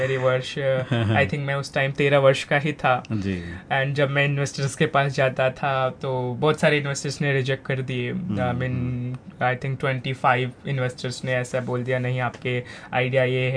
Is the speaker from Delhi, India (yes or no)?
no; Gorakhpur, Uttar Pradesh, India; मेरा गांव यूपी में गोरखपुर में है, तो प्रॉपर गांव है, वहाँ पे तो मुश्किल से इंटरनेट भी आता है.